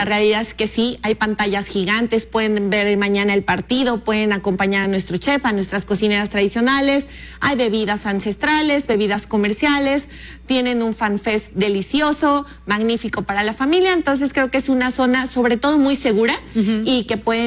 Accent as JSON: {"language": "Spanish", "region": "Puebla", "country": "Mexico", "said": "como pues su nombre lo dice, como nosotros poblanos"}